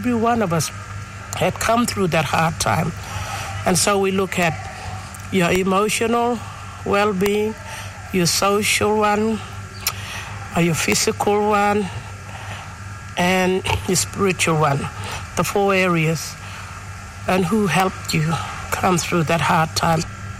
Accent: Tennant Creek, Northern Territory, Australia; I'm from Tennant Creek.

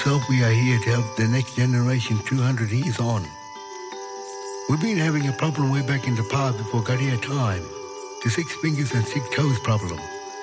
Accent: Wyndham, Western Australia, Australia; In the 70s, I grew up in Wyndham.

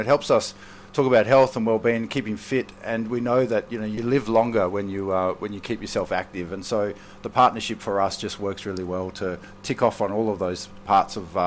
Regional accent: Western Australia, Australia; moved away as an adult; now in Darwin, Australia; I'm from WA originally. I've been here in Darwin for coming up 5 years. My family's from Derby in the West Kimberley. … big family over in the Kimberley.

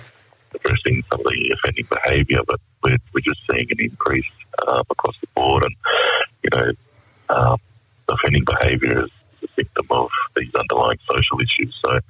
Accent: Broome, Western Australia, Australia; I'm originally from Broome and have connections to Nauru and every other country.

